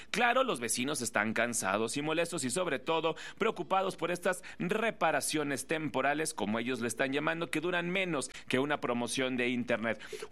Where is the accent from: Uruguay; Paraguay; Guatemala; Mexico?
Mexico; cómo somos los mexicanos